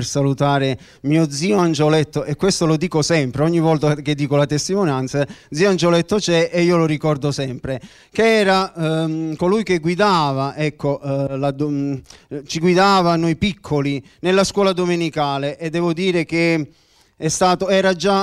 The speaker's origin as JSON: {"language": "Italian", "town": "Monte San Giacomo", "region": "Campania", "country": "Italy", "tie": "born there", "said": "sono nato a Monte San Giacomo e sono nato in una famiglia di cristiani evangelici."}